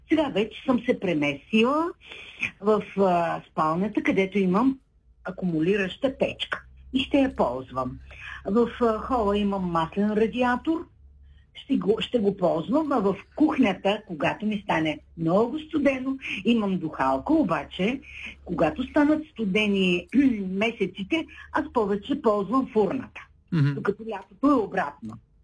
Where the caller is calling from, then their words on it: Shumen, Shumen Province, Bulgaria; съм от Шумен.